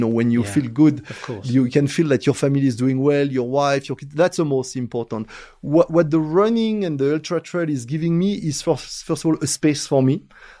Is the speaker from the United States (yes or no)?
no; France; moved away as an adult; also born or lived in China / India; I grew up in France, where you go through a very rational education, where you are taught to make decisions where you are 90% sure. And then I spent 20 years between China and India